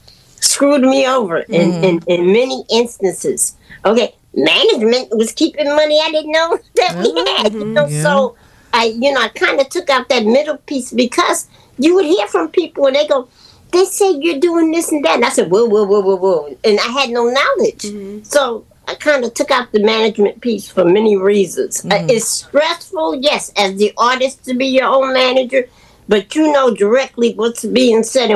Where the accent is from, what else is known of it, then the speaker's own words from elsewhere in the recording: New York, United States; as a New Yorker